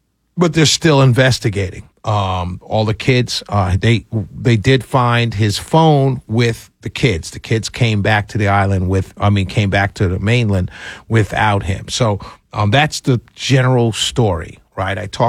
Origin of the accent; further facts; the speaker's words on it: Harlem, New York, United States; I grew up in Harlem, an all-black enclave, right? And all my friends, my family, everybody I saw on an ongoing basis were all African-American.